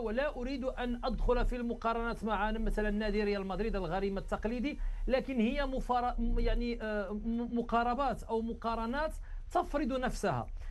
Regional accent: Morocco; now in Barcelona, Spain; مغربي عادي.

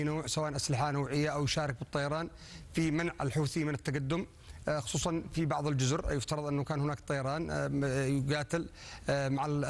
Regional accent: Yemen; نحن كيمنيين

